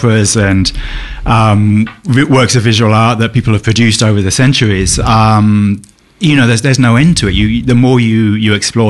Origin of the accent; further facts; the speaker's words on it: United Kingdom; moved away as an adult; now in Australia; I was from the UK, came out to Australia about 25 years ago.